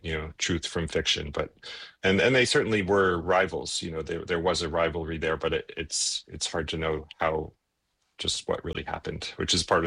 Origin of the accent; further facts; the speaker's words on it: Colorado, United States; Yeah, I'm from Colorado, so